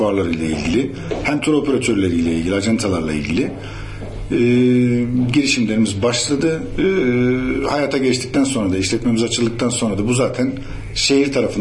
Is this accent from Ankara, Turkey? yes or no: no; Afyonkarahisar, Turkey; Ben de Afyonluyum bu arada.